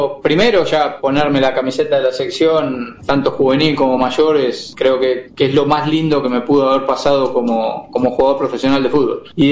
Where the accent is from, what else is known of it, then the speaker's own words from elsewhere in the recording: Argentina; moved away as an adult; now in Spain; es tristeza como argentino